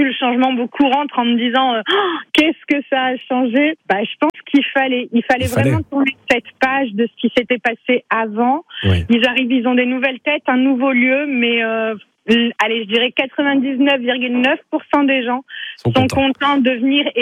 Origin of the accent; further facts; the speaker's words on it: Lille, Hauts-de-France, France; Donc nous, on est de Lille à la base.